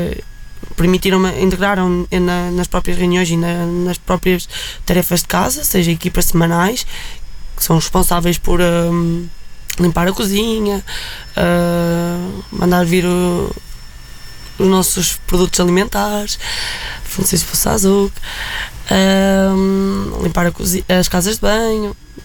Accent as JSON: {"language": "Portuguese", "town": "Carrazeda de Ansiães", "region": "Norte", "country": "Portugal", "moved": "as an adult", "lives_now": "Coimbra, Portugal", "said": "E eu sou de Carraseda de Anciães, Transmontana"}